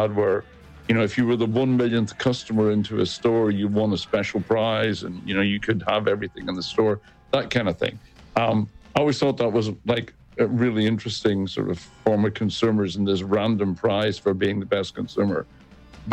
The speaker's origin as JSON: {"language": "English", "country": "Ireland", "said": "I'm from Ireland. I'm Irish"}